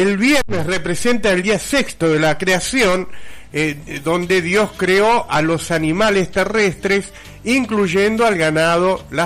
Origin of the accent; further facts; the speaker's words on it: Argentina; para nosotros, como argentinos, que vivimos de acuerdo al calendario greco-romano